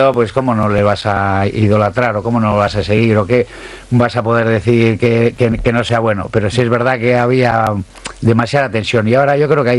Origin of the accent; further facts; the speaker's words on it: Basque Country, Spain; O sea, soy vasco, me siento, y allí donde vaya lo seguiré diciendo y pregonando, ¿no?